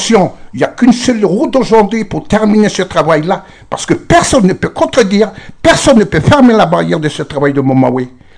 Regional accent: New Caledonia; On sait très bien qu'on est, comme on appelle, on est des Kanak. On n'est pas des Français.

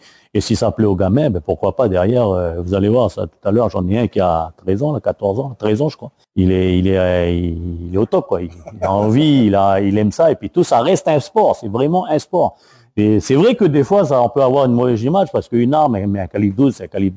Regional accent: New Caledonia; c'est ça qu'on vise en tous les cas quand on est calédonien.

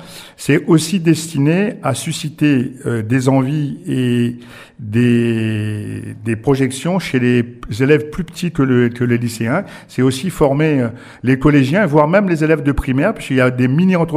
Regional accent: Réunion; moved away as an adult; now in New Caledonia; Et j'arrive de l'île de la Réunion. Je suis réunionnais moi-même.

